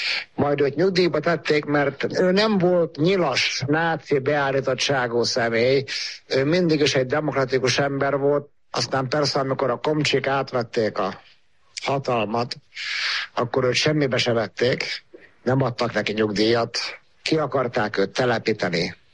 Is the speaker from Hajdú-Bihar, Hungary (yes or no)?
yes; Berettyóújfalu, Hajdú-Bihar, Hungary; also born or lived in Budapest / Kőszeg; Pesten születtem, aztán Berettyor Újfaluban éltem 10 évig, utána Püspökladányban 1 évig